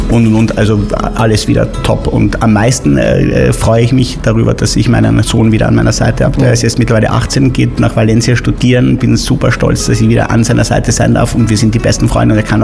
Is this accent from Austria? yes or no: yes; Austria; moved away; Also ich bin Österreicher